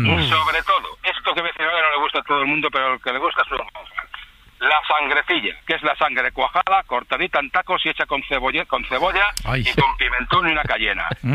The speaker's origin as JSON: {"language": "Spanish", "town": "Valladolid", "region": "Castile and León", "country": "Spain", "said": "Yo soy de Valladolid, Valladolid, de capital, ¿vale? De generaciones."}